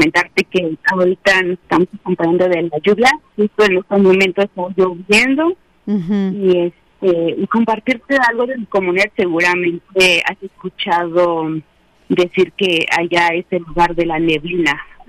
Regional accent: Oaxaca, Mexico; Y así es lo que te puedo compartir de mi comunidad. De hecho, de Tlaxiaco allá es aproximadamente una hora, sino es que es un poquito menos, ya que están arreglando la carretera federal.

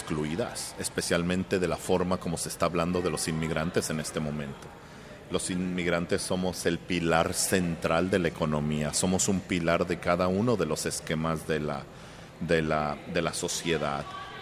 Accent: Mexico; Por ejemplo, tú y yo somos mexicanos.

